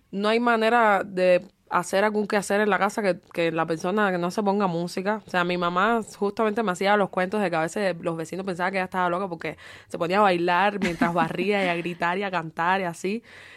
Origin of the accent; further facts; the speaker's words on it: Havana, Cuba; moved away as an adult; now in Mexico; yo me crié en Centro Habana, que es un barrio bastante, vamos a decir, bastante folclórico, donde está, por ejemplo, el famoso Callejón de Hamel, que es un lugar súper importante de la cultura afrocubana.